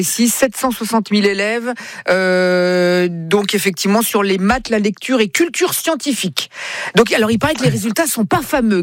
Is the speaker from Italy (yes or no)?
yes; Italy; Moi, je suis italien, moi. Je parle avec les mains, moi, tu le sais bien.